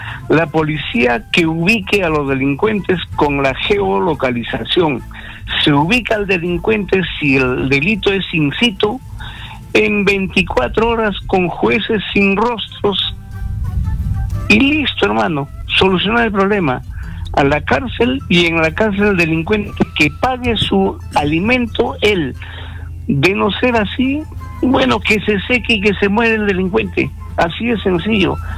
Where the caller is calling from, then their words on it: Ayacucho, Peru; de Ayacucho.